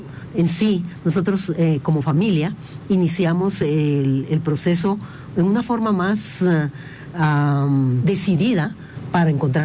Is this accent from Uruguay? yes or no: no; Guatemala; Todos, desde el momento en que somos ciudadanos guatemaltecos, tenemos garantías judiciales que deben ser respetadas.